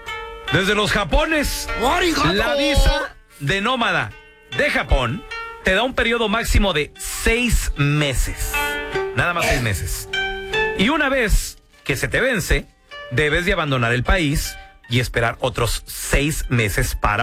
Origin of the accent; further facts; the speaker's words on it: Mexico; Yo soy mexicano